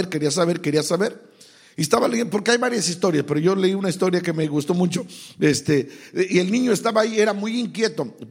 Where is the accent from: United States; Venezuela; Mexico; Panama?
Mexico; en mi país, en mi México lindo y querido